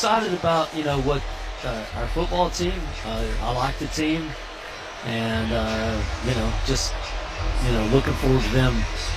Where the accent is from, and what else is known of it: Mesquite, Texas, United States; born or raised there